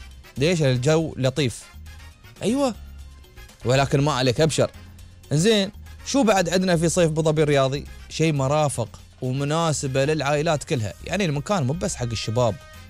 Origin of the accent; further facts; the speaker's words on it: United Arab Emirates; عندنا في الإمارات